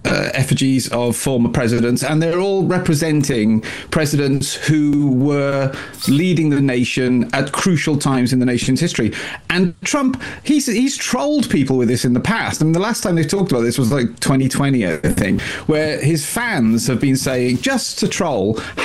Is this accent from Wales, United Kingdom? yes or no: yes; Wales, United Kingdom; now in Los Angeles, United States; And I'm Welsh